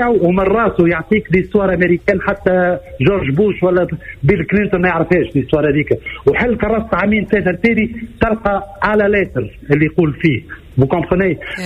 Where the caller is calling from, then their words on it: Tunis, Tunis Governorate, Tunisia; أنا من تونس.